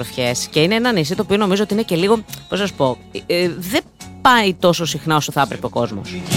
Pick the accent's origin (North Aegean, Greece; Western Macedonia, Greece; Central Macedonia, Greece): North Aegean, Greece; Chios; Σήμερα θα σας πάω μια βόλτα μέχρι την πατρίδα μου, έτερη πατρίδα μου, τη Χίο